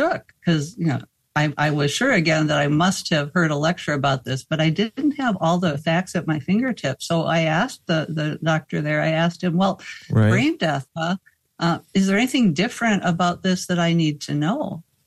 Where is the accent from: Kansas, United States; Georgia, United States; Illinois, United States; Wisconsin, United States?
Wisconsin, United States; I was also entered into my anesthesiology residency training right here in my home state of Wisconsin.